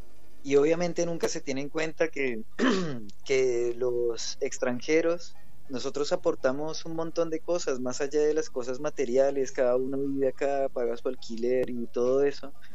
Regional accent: Colombia; now in La Plata, Argentina; todos estos son colectivos de gente, de colombianos

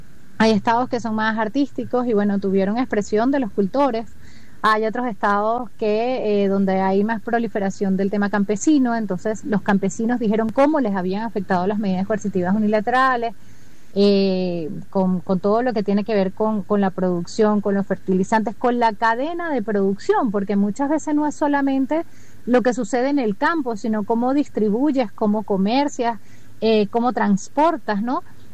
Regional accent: Venezuela; en realidad somos todos los venezolanos los que estamos pidiendo

